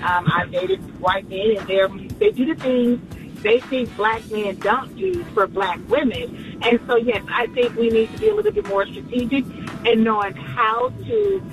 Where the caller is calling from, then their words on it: Texas, United States; I'm calling from the DMW, Texas.